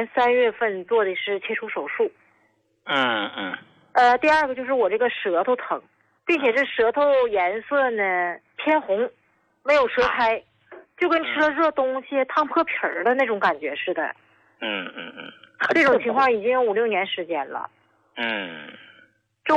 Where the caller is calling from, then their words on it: Qiqihar, Heilongjiang, China; 我是来自黑龙江齐齐哈尔的，